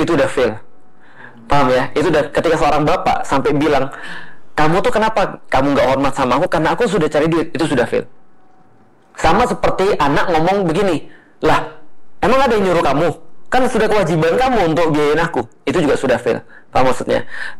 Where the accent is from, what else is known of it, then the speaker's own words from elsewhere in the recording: Sumatra, Indonesia; Aku orang Sumatera.